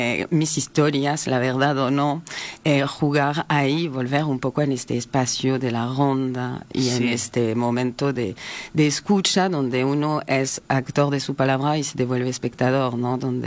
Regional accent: Paris, Île-de-France, France; Spanish is a second language; Yo me nací en el suburbio, sí. Me crié en París, trabajé mucho en el suburbio

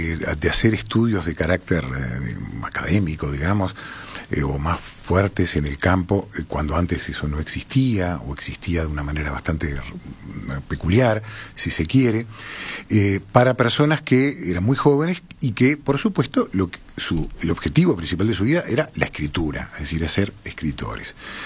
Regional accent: Montevideo, Uruguay; born there; Yo nací en Jacinto Vera, ¿qué barrio Jacinto Vera? Ranchos de lata por fuera y por dentro de madera.

